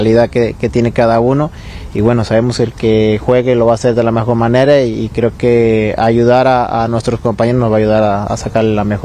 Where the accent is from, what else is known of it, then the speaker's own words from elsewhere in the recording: Mexico; somos muy pocos mexicanos con ese gran nivel